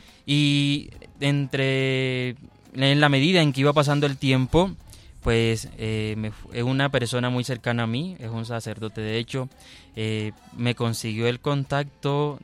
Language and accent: Spanish; Caribbean coast, Colombia; now in Bogotá, Colombia; algo muy particular de la costa que nos hace ser distintos